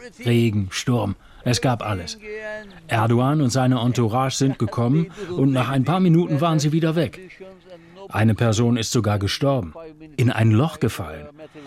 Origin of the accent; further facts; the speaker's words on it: Famagusta, Famagusta District, Cyprus; Wir haben in dieser Stadt immer alle friedlich zusammengelebt.